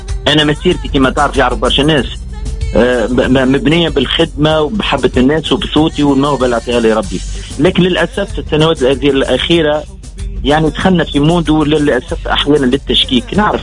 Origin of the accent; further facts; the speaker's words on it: Tunisia; أنا فنان تونسي